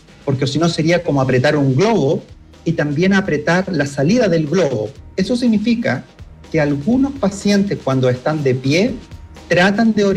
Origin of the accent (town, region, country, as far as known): Chile